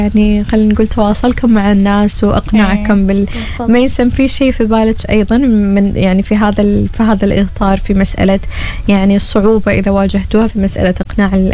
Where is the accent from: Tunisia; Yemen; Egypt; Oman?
Oman; احنا ايضا كشباب عمانيين